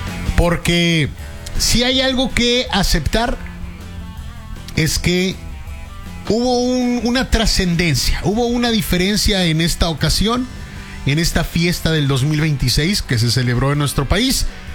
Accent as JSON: {"language": "Spanish", "country": "Mexico", "said": "y nos unió como mexicanos."}